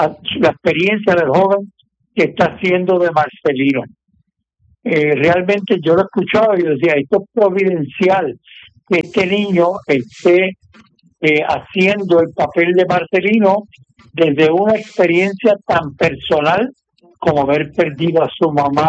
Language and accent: Spanish; Lares, Puerto Rico; en Lares, de donde yo me crié